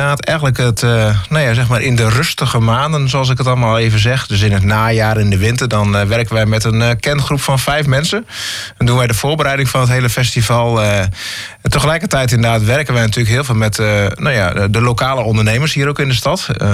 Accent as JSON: {"language": "Dutch", "town": "Assen", "region": "Drenthe", "country": "Netherlands", "said": "ik kom uit Assen, oh, dat is toch met de TT."}